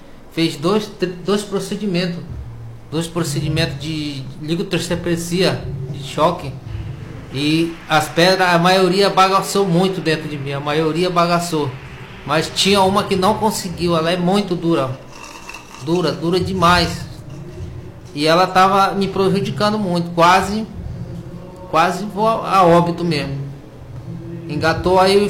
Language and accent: Portuguese; Manicoré, Amazonas, Brazil; sou natural de Manicoré.